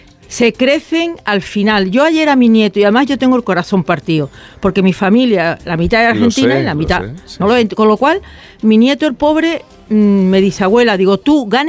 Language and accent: Spanish; Málaga, Andalusia, Spain; yo soy de Málaga, pues yo quiero que gane España.